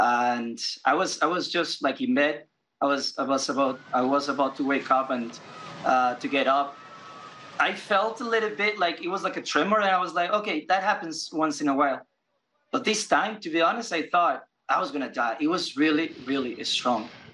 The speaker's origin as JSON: {"language": "English", "town": "Medellin", "region": "Antioquia", "country": "Colombia", "tie": "born or raised there", "moved": "yes", "said": "I don't know if you have heard about Comuna 13. I am originally from Comuna 13. I was born and raised there. And I don't live there anymore."}